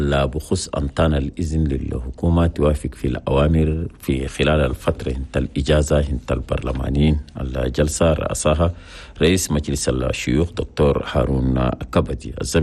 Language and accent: Arabic; Chad; اللاجئين السودانيين في بلدنا تشاد.